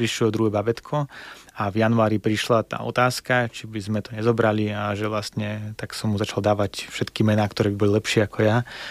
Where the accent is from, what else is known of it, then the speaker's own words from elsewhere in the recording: Belarus; Slovak is a second language; now in Slovakia; trochu cudzie, že ja sa hlásim k tomu, že som Bielorus. Vždy, keď tam prídem, tak je tam trošku nostalgia, ale zároveň sa necítim ako súčasť tej rodiny, toho národa, že skôr som doma na Slovensku.